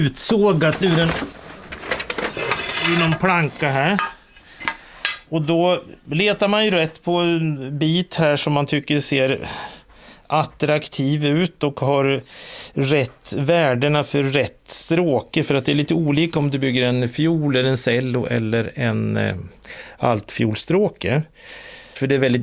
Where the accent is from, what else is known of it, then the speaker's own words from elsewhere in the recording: Jämtland County, Sweden; jag är uppvuxen i Jämtland